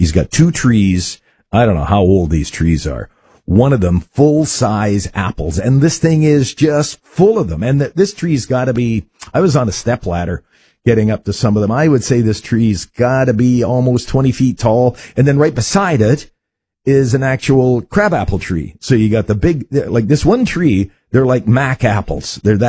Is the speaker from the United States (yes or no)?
no; Manitoba, Canada; I was at a reunion in my hometown down in Manitoba a few weeks ago, and neighbors that I grew up beside, so you go back 60 years